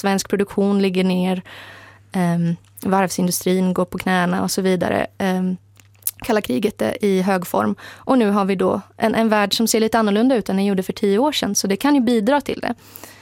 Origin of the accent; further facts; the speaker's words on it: Västra Götaland County, Sweden; för jag är ju uppvuxen i en del av landet där det inte finns en särskilt stark lokal förankring. Vi är båda från Göteborgstrakten.